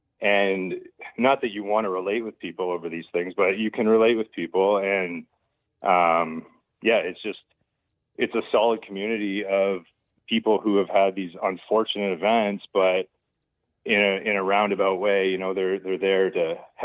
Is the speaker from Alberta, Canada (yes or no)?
no; Kearney, Ontario, Canada; So it was a spot that we went to a lot as kids. And then when my brother and I were older and we lived in Dorchester